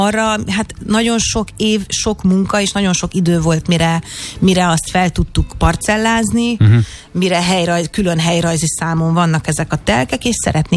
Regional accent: Hungary; now in Slovakia; Ott is élek, igen. És sőt, van tartózkodási engedélyem is. Hmm. De magyar vagyok. Hmm. És van magyar lakcímem is.

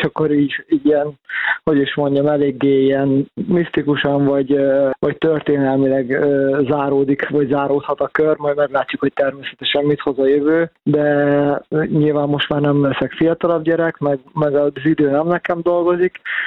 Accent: Gyula, Békés, Hungary; Igen, nekem ugye én itt születtem, itt kezdtem a pályafutásomat, gyerekkoromban 12 éves koromig itt fociztam, nekem az egész családom gyulai kötődés, meg itt vannak a szüleim

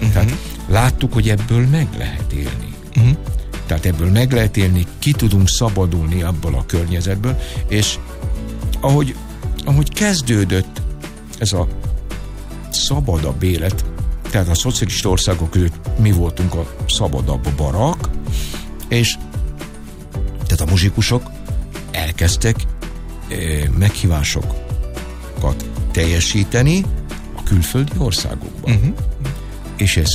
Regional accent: Szolnok, Jász-Nagykun-Szolnok, Hungary; born there; Onnan jöttek, és én Szolnokon születtem már 1961-ben.

